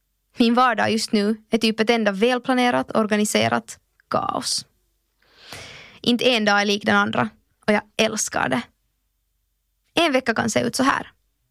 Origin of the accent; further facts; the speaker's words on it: Finland; first language Swedish; moved away as an adult; also born or lived in London; now in Stockholm, Sweden; Finland kommer ju alltid att vara mitt hem-hem. Men på många sätt känner jag också att jag hittar hem i Stockholm.